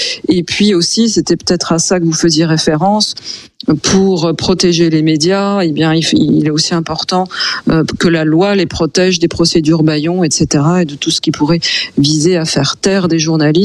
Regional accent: Grand Est, France; born there; je suis née en France, mais dans une région qui est frontalière de l'Allemagne et du Luxembourg, et j'ai un grand-père qui est germanophone.

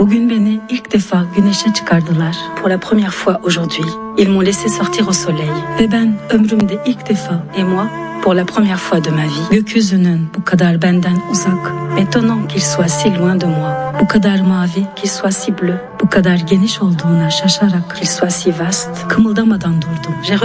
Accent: France; first language Turkish; French is a second language; Pas intruse, mais quand j'allais en Turquie, je réalisais que j'étais française. Et quand je suis en France, on me montre que je ne suis pas tout à fait française parfois, ou combien je peux être turque.

